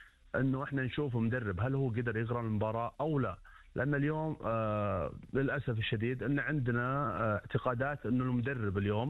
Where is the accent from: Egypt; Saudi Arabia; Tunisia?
Saudi Arabia